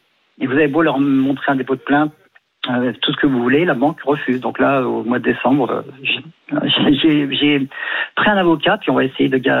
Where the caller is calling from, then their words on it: Saint-Maur-des-Fossés, Île-de-France, France; moi je suis à Saint-Maur